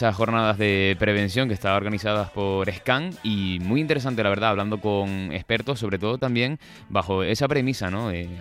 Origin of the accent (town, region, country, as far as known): Canary Islands, Spain